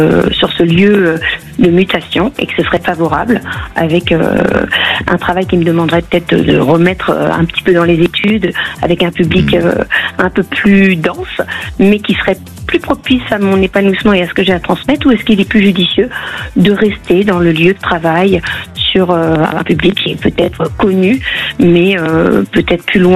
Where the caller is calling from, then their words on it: Paris, Île-de-France, France; Alors j'appelle d'Île-de-France, de Paris.